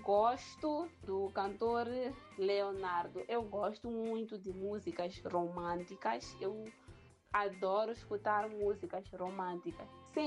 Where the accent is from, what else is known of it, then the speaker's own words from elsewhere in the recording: Inhambane, Mozambique; Ah, eu sou da cidade de Inhambane, bairro Moelé 1.